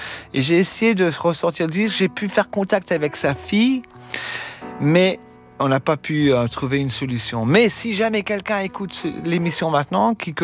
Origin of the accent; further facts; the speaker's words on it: France; je suis français, je suis moitié français.